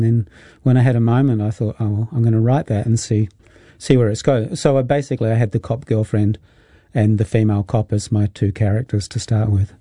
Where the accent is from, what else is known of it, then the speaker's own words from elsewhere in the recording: Adelaide, South Australia, Australia; moved away; I come from Adelaide originally.